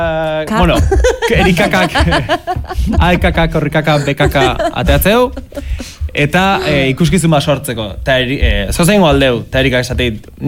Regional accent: Pamplona, Navarre, Spain; Nun? Nahi, Iruñakoa naiz.

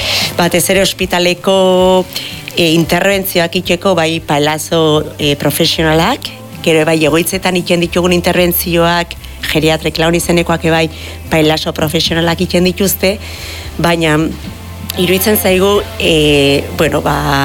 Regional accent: Errenteria, Basque Country, Spain; Ba, ni horretakoa, errenteikoa naz. Eta nire herrian, bazeoen talde bat, ez, haundixioak, elkartzen zirenak klaun egitea.

